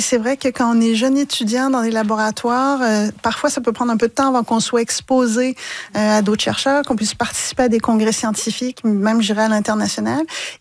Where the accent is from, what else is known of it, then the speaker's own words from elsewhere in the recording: Trois-Rivières, Quebec, Canada; J'ai grandi à Trois-Rivières. Donc, c'est un moment particulier pour moi d'y revenir.